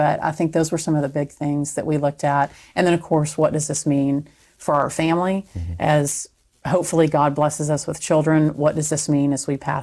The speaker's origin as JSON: {"language": "English", "region": "Texas", "country": "United States", "tie": "born or raised there", "said": "Growing up in Texas"}